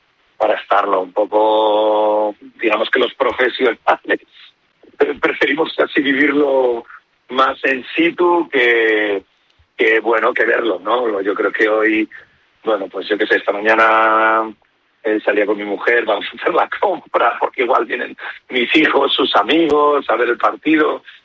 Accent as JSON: {"language": "Spanish", "town": "Madrid", "region": "Community of Madrid", "country": "Spain", "said": "yo soy de Madrid"}